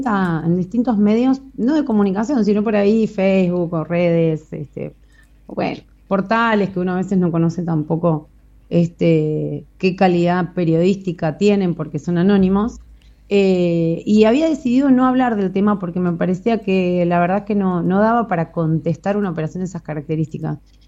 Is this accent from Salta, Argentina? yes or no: no; Ushuaia, Tierra del Fuego, Argentina; yo alquilo, tengo 40 años, soy de acá, soy fueguina y me toca alquilar como la mayoría de las familias de Ushuaia.